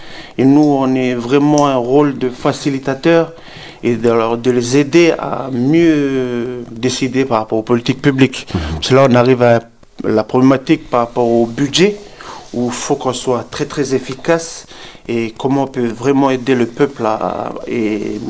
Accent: Lifou, Loyalty Islands Province, New Caledonia; les mairies, par exemple chez moi à Lifou

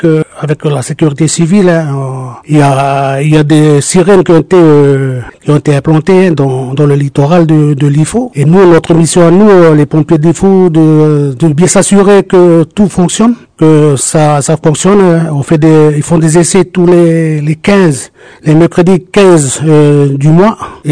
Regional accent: Païta, South Province, New Caledonia; À la Grande Terre, on est souvent, je viens de Païta, après j'étais à Yaté.

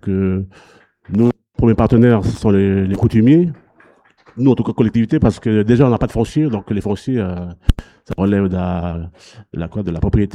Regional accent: Ouvéa, Loyalty Islands Province, New Caledonia; Là, je parle du Sud, parce que je suis du Sud d'Auvergne, mais il y a mon collègue qui est du Nord d'Auvergne

